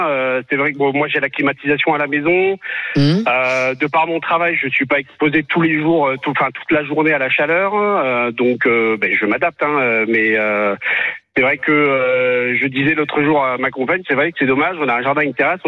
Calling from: Brittany, France; moi j'arrive à le vivre en tout cas, en tant que breton.

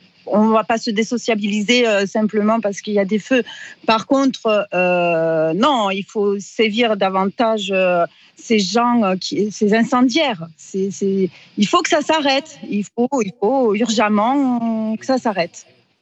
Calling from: Brignoles, Provence-Alpes-Côte d'Azur, France; sur Brignoles, où j'habite le quartier derrière, ou du moins en face.

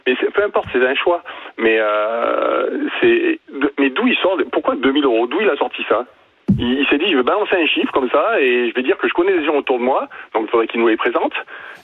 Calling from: Nouvelle-Aquitaine, France; Je suis dans un petit village pas très loin de la Rochefoucauld.

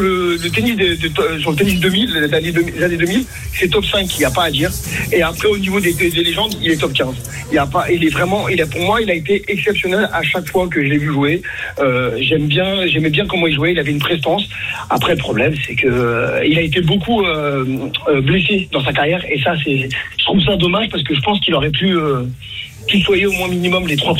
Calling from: Thiers, Auvergne-Rhône-Alpes, France; Ouais, de Thiers.

